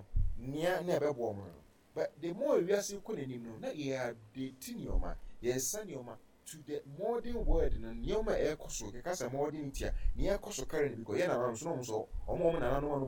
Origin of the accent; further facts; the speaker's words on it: Ghana; I am proud as a Ghanaian in so many ways.